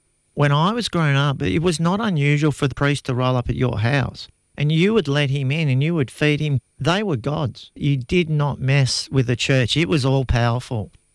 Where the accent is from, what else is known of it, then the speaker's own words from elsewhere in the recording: Seaford, Victoria, Australia; I grew up in Melbourne, in a place called Seaford, which was a really horrible place. A tough housing commission area